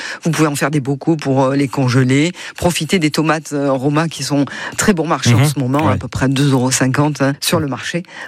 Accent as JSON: {"language": "French", "region": "Provence-Alpes-Côte d'Azur", "country": "France", "said": "la tomate allongée qu'on appelle chez nous en Provence, la pendelote."}